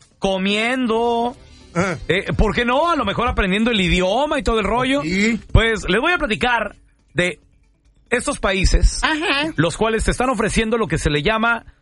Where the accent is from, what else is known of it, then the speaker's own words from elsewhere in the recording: Mexico; No, bueno, pues claro. Yo soy mexicano, o sea, yo